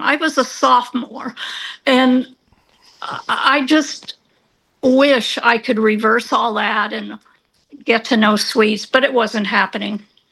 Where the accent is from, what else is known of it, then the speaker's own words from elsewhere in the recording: Canada; moved away as an adult; And because it was an international student at the time, I came from Canada.